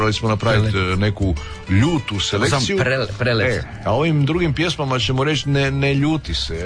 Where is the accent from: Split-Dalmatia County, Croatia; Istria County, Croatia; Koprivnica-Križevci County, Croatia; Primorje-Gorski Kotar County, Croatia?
Istria County, Croatia; Pula; kod nas u Puli isto.